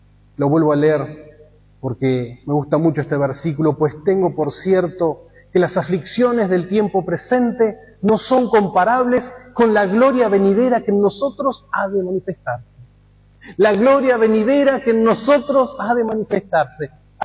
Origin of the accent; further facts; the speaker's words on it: Argentina; somos argentinos